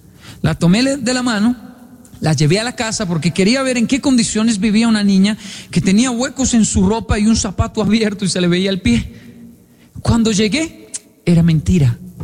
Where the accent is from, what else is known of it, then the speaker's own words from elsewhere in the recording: Bogotá, Colombia; yo soy de Ciudad Bolívar.